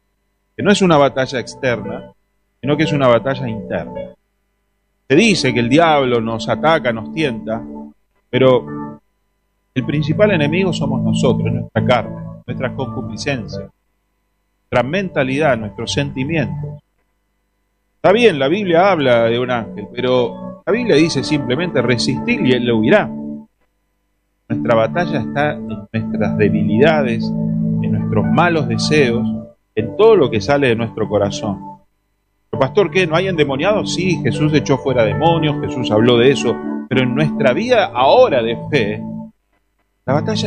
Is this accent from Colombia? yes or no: no; Argentina; moved away; que nosotros somos peleadores. Yo me di cuenta, hermano, viviendo afuera, el argentino quizá se curte desde chico.